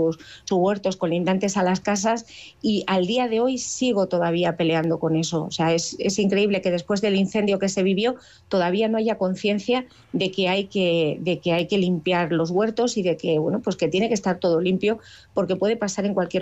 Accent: Villar de Plasencia, Extremadura, Spain; soy de Villar de Plasencia

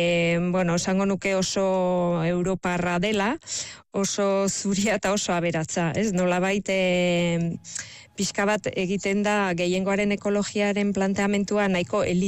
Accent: Nouvelle-Aquitaine, France; baina Lapurdikoa naiz, eta han beti izan dira piratak eta kortsarioak

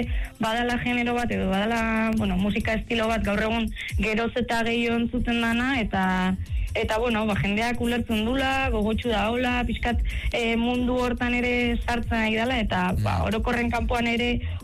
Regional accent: Basque Country, Spain; gu ere Gipuzkoarrak izan

